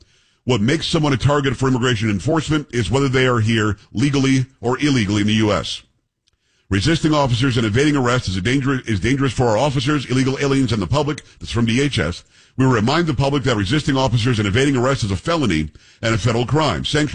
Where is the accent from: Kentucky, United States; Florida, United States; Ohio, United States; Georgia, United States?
Florida, United States; I grew up in South Florida.